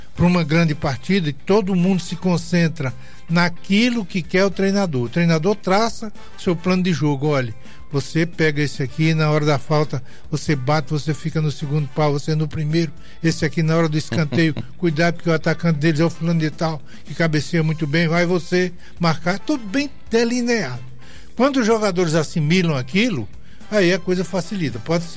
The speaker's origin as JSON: {"language": "Portuguese", "town": "Icó", "region": "Ceará", "country": "Brazil", "moved": "yes", "said": "Eu cheguei lá em Limancampo, que é a minha terra ali, distrito do Icó"}